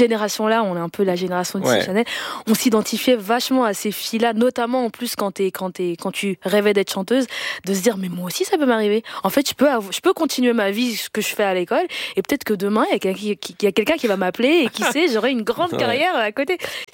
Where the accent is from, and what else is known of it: Denderleeuw, Flanders, Belgium; born or raised there